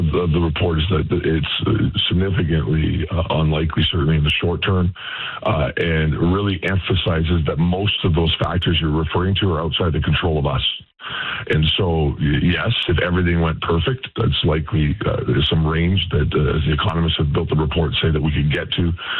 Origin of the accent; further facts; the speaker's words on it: Alberta, Canada; Well, as a Canadian, I don't want to see any of my fellow, obviously, as an Albertan person, I don't want to see any of my fellow Albertans be in a negative spot